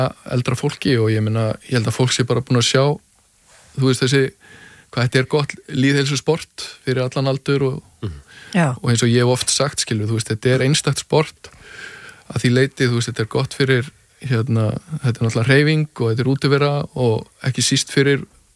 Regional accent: Hafnarfjörður, Capital Region, Iceland; ég ólst upp í Hafnarfirðinum að golfklúbbur Keili bara byrjaði þar 7-8 ára gamall.

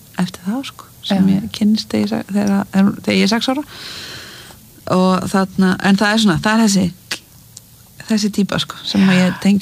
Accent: Mosfellsbær, Capital Region, Iceland; Já, ég elst upp í Mosús bæ með mömmu og eldri bróður mínum og þetta bara svona venjulegt Mosó líf

